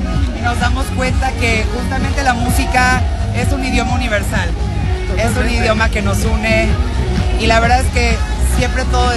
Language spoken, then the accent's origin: Spanish; Mexico; lo que nos une como mexicanos